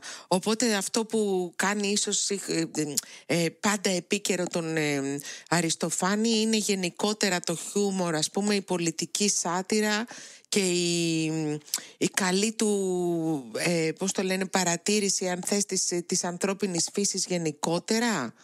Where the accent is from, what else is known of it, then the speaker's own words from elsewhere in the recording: Greece; επειδή είμαι από την Ελλάδα